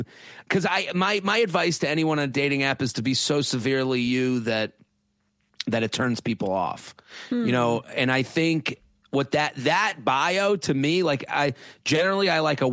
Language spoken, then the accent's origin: English; Needham, Massachusetts, United States; I'm from Needham.